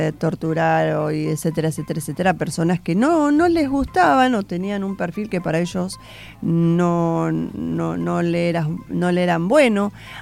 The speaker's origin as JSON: {"language": "Spanish", "country": "Argentina", "said": "Nuestros argentinos exiliados."}